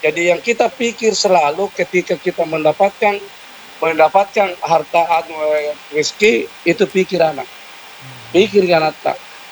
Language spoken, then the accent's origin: Indonesian; Makassar, South Sulawesi, Indonesia; Jadi saya kan termasuk lahir di Makassar, yeah. Orang Makassar, itu tentu banyak teman ya. Jadi saya bukan pendatang.